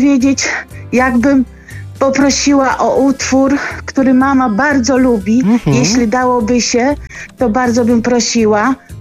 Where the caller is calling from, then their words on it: Grudusk, Masovian Voivodeship, Poland; Ja dzwonię z Gruduska.